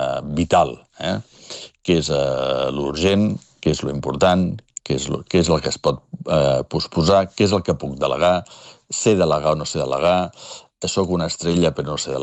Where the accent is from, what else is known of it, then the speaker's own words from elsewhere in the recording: Barcelona, Catalonia, Spain; jo soc barceloní